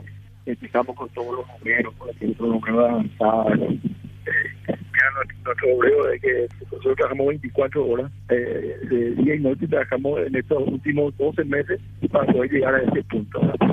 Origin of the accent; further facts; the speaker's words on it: Paraguay; somos profesionales paraguayos